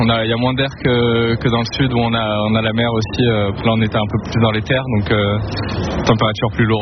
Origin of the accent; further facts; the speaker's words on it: Marseille, Provence-Alpes-Côte d'Azur, France; De Marseille, au sud.